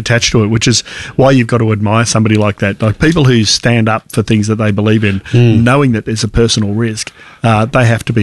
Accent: Melbourne, Victoria, Australia; born there; Obviously, we're Australian, so we always had the, I grew up with the 3XY top 40

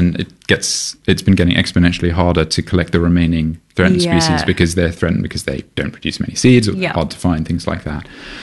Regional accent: Malaysia; now in Australia; I'm originally from Malaysia. Despite my very Western name, I am mixed race, and I grew up there

